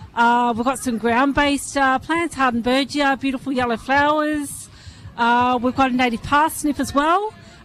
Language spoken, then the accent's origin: English; Australia; I'm from Greenie, Australia.